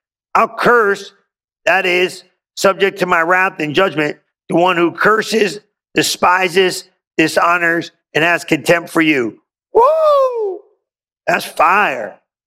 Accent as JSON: {"language": "English", "town": "Lodi", "region": "California", "country": "United States", "said": "Somebody's like, where you from? I'm from Lodi."}